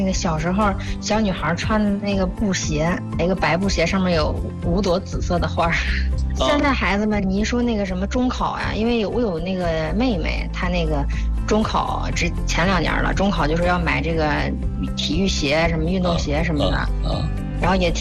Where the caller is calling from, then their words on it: Shijiazhuang, Hebei, China; 石家庄的